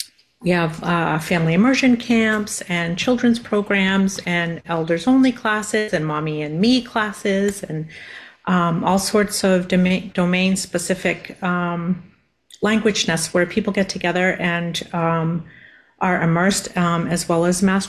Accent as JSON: {"language": "English", "town": "Mashpee", "region": "Massachusetts", "country": "United States", "said": "I'm from the Mashpee Wampanoag tribe"}